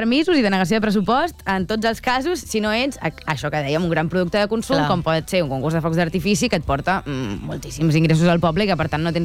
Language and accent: Catalan; Blanes, Catalonia, Spain